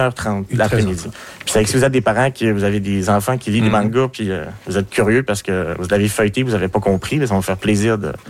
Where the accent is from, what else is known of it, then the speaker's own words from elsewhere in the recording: Quebec, Canada; je suis un Québécois qui écrit, je veux que ça soit écrit comme chez moi finalement.